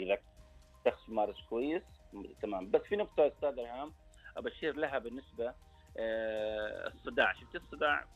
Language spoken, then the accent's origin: Arabic; Saudi Arabia; عندنا في السعودية